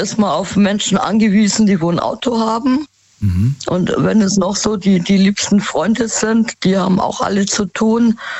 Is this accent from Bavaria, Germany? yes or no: yes; Munich, Bavaria, Germany; born there; Aber ich komme gebürtig aus München, ja?